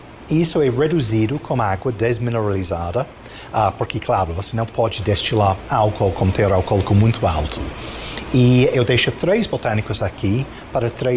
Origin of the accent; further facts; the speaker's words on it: England, United Kingdom; now in Brazil; Eu sou inglês